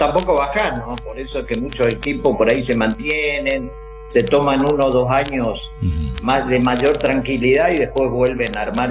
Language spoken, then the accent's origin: Spanish; Curuzú Cuatiá, Corrientes, Argentina; also born or lived in Monte Caseros; Soy nacido en Monte Casero y criado en Curuzú. Ah. Y a partir de los 9 años nos fuimos a vivir a Curuzú y después ahí hice toda mi vida, ¿no?